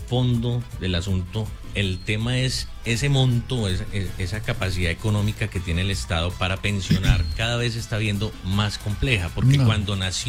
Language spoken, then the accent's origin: Spanish; Colombia; somos colombianos